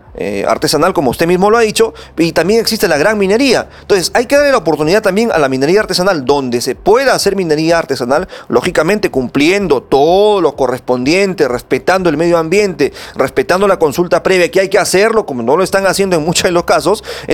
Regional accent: Peru; Si ellos son peruanos, nosotros también somos peruanos

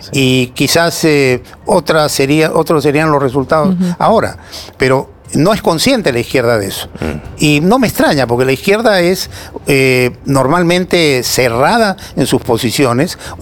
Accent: Peru; para hoy en adelante marchar como peruanos unidos, tratando de sumar esfuerzos y de construir el futuro con, digamos, mayor compromiso de todos los peruanos en nuestros objetivos comunes.

